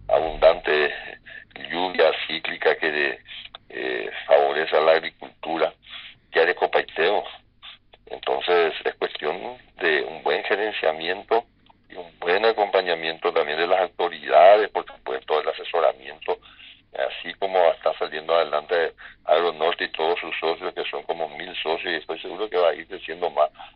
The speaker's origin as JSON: {"language": "Spanish", "country": "Paraguay", "said": "como paraguayo, como patriota"}